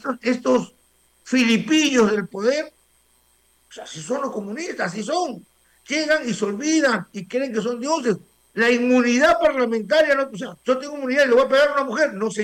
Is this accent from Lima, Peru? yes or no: no; Ica, Peru; en el sur, en mi tierra